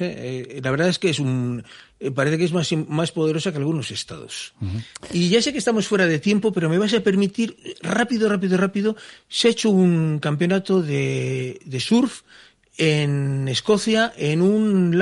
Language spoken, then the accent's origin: Spanish; Barakaldo, Basque Country, Spain; con perdón, yo no, porque soy de Baracaldo, pero somos de Bilbao.